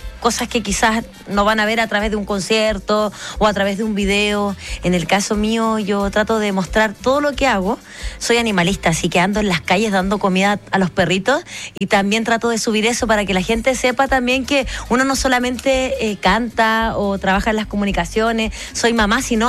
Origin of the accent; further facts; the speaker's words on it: Iquique, Tarapacá, Chile; yo soy de Iquique.